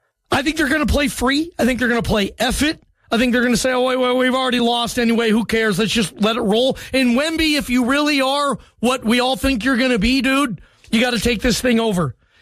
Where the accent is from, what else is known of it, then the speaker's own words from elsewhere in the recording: Seattle, Washington, United States; I grew up in Seattle, so when I was in high school, it was Ken Griffey Jr., Alex Rodriguez, Edgar Martinez, Randy Johnson, Jay Buhner.